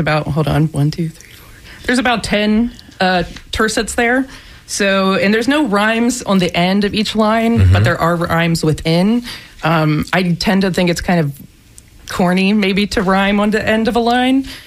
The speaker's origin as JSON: {"language": "English", "region": "Maryland", "country": "United States"}